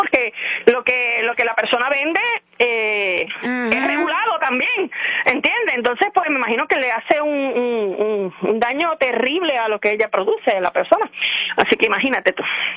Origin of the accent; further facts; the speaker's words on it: Cabo Rojo, Puerto Rico; now in Lajas, Puerto Rico; Yo soy natural de Cabo Rojo y adoptada en Lajas, pues hace 20 y pico años ya que tengo la finca, 22 años por ahí.